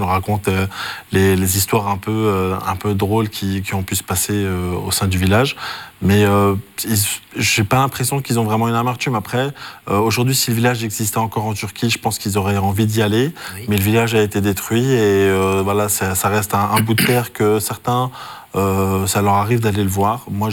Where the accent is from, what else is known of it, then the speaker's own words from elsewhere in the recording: France; Après moi qui ai grandi et qui suis né et grandi en France